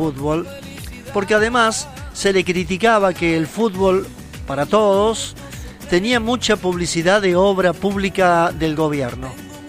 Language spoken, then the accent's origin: Spanish; Argentina; Pero soy argentino. Amo mi patria y mi bandera.